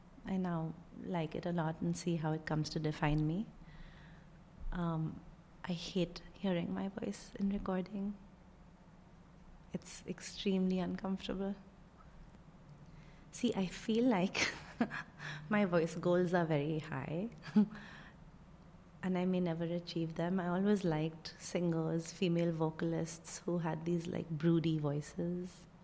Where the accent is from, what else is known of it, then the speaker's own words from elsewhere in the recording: Mumbai, Maharashtra, India; I'm originally from Bombay, India. I have received a lot of comments about my voice, especially in the West. I have never received a comment about my voice back home.